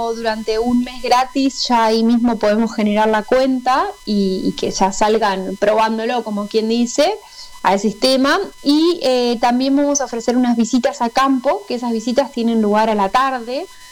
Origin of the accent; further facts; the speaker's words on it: Dolores, Soriano, Uruguay; yo soy de Dolores